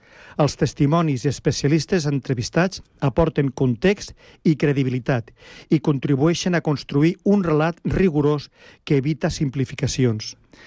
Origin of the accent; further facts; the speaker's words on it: Flix, Catalonia, Spain; jo sóc de Flix